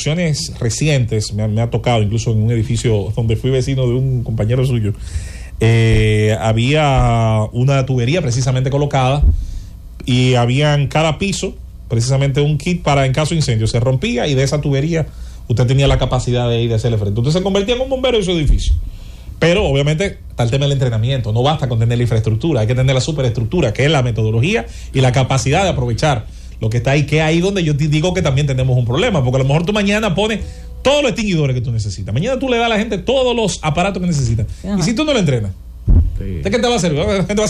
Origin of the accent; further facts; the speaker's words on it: Santo Domingo, Distrito Nacional, Dominican Republic; born there; En la Francisco Rosario Sánchez con Enriquillo, hay una todavía en Azoya, en la esquina de la cuadra donde yo nací.